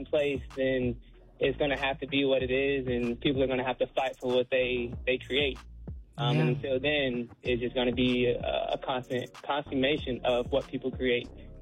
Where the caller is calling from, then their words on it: Morrow, Georgia, United States; I'm calling from Clayton County, Georgia, Morrow, Georgia.